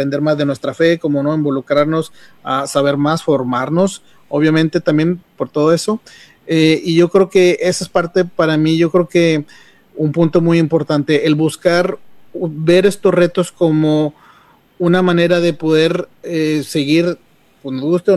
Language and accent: Spanish; San Nicolás de los Garza, Nuevo León, Mexico; de que dejé mi terruño en mi Monterrey querido, San Nicolás de los Garza, para ser preciso.